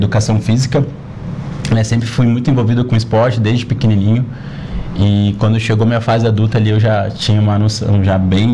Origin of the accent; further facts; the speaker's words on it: Rio Grande, Rio Grande do Sul, Brazil; moved away as an adult; also born or lived in Florianópolis; now in Araranguá, Brazil; Eu sou natural do Rio Grande, tá? Da cidade do Rio Grande mesmo, certo? Mas já estou aqui na região de Santa Catarina.